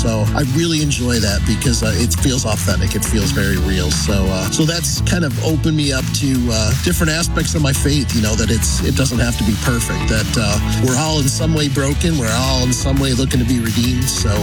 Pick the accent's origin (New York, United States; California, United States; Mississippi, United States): New York, United States; Marilla; I'm from Marilla, New York.